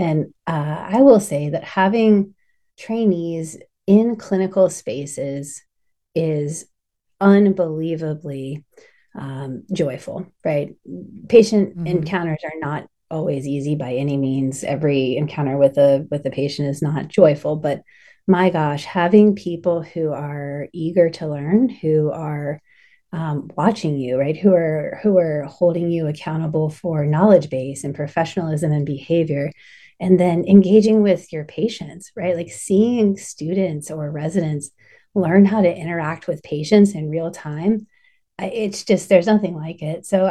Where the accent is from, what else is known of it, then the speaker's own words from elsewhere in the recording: Appalachia, United States; So I grew up in Appalachia in a college town.